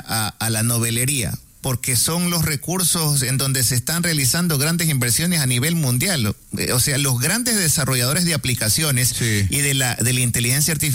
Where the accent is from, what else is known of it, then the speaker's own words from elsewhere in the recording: Ecuador; nosotros lo vemos, como los ecuatorianos